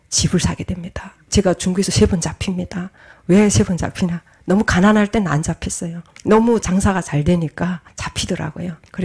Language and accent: Korean; North Korea; 제가 다른 탈북민들과 저는 똑같습니다.